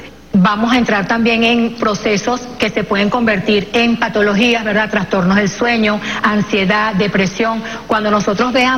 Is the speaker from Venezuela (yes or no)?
yes; Venezuela; Considero muy importante que nosotros como venezolanos debemos demostrar lo que somos